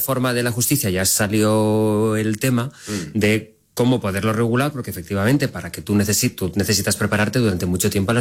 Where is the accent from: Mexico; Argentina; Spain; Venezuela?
Spain; Valencia, Valencian Community; Perdón, es que soy de Valencia.